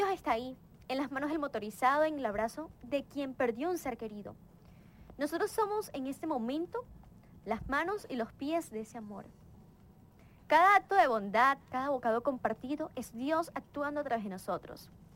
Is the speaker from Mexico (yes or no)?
no; Venezuela; sobrevivimos a tantas cosas que como venezolanos hemos atravesado